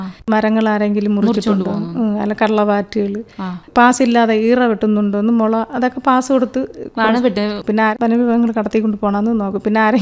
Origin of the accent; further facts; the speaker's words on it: Meenankal, Kerala, India; കാട്ടിലാണ് ജനിച്ചതും വളർന്നതും എല്ലാം കാട്ടിലാണ്. അഗസ്ത്യരൂപത്തിന്റെ താഴ്വരയിലാണ് പേപ്പാറ സ്ഥിതി ചെയ്യണം. അവിടെയുള്ള ഒരു വനത്തിലാണ് എന്റെ വീട്. മീനങ്കൽ പന്നിക്കുഴി എന്ന സ്ഥലത്താണ്.